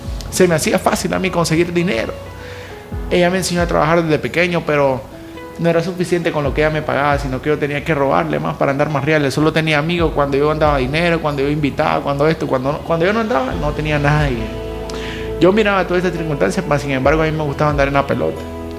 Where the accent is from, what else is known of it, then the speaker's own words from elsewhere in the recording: Tipitapa, Managua, Nicaragua; yo soy de Tipitapa, de Managua, la capital, si no conocen algunas personas.